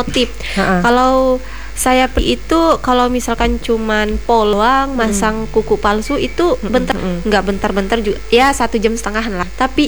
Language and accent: Indonesian; Parang, Central Kalimantan, Indonesia; Kampung saya juga.